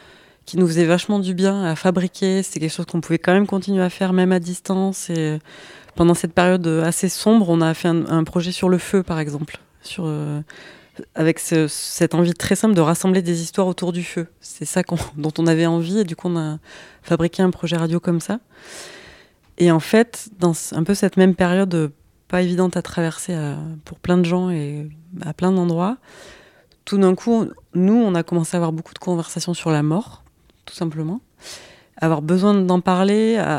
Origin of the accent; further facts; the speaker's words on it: Occitanie, France; moved away; Et moi, je viens du Lot, et donc je suis rentrée l'hiver à Noël chez moi.